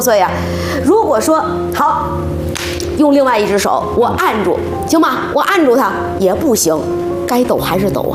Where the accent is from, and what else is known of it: China